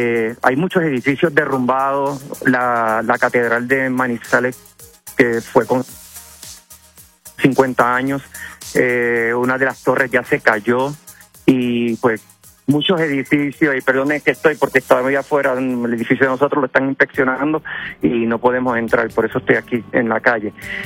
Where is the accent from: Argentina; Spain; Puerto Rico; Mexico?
Puerto Rico; Aguadilla; now in Bogotá, Colombia; Sí, buenos días desde Bogotá, y sí, soy de Aguadilla también.